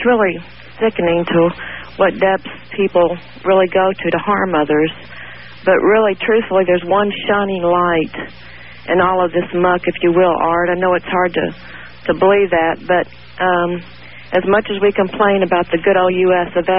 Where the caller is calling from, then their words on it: Houston, Texas, United States; Houston, Texas.